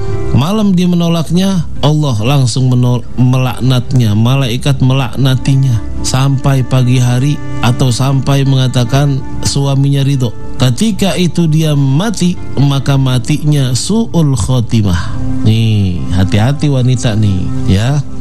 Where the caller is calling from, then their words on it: Lampung, Indonesia; Saya dari Lampung, pendengar setia sejuk di hati.